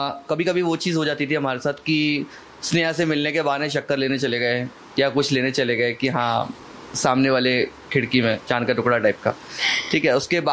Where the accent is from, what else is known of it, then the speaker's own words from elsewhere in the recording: Guna, Madhya Pradesh, India; दोनों हम लोग एक चीज़ अच्छी है कि हम दोनों एमपी से हैं, ठीक है. तो एमपी से हैं, मैं गुना से हूँ